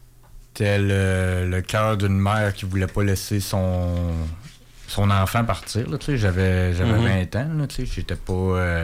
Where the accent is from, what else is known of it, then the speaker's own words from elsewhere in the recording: Quebec City, Quebec, Canada; puis j'ai 38 ans. Je suis né, puis j'ai grandi à Québec.